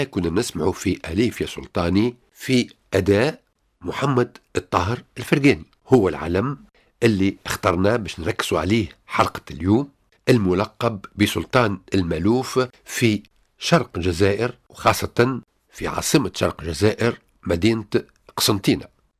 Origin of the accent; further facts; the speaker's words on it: Tunisia; عندنا في تونس